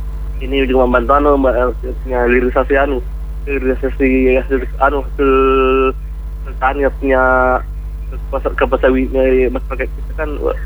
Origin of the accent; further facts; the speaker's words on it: Bone, South Sulawesi, Indonesia; di Bone di daerah saya.